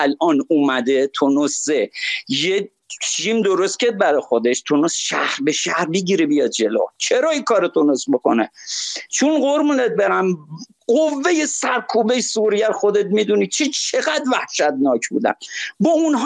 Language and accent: Persian; Shiraz, Fars, Iran; برم مرد کاکو از شیراز هستم.